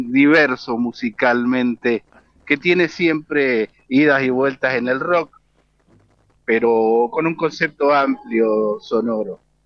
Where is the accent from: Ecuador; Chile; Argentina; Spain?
Argentina; nosotros argentinos